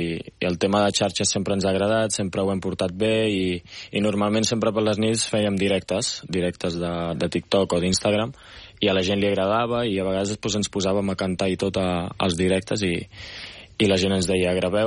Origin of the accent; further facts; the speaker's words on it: Avinyó, Catalonia, Spain; Sí, jo sóc d'Avinyó.